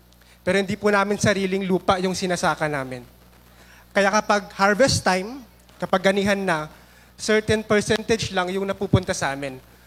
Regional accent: Santo Tomas, Cagayan Valley, Philippines; born there; ako po ay pinanganak sa Santo Tomas Isabela po. So Ilocano po ako.

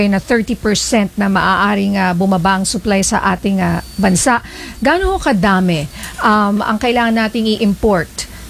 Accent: Ilocos Region, Philippines; Lagi nangyayari yan sa amin sa Ilocos region.

